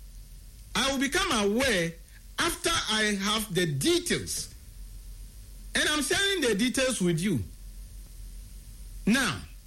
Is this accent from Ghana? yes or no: yes; Ghana; we Ghanaians, as citizens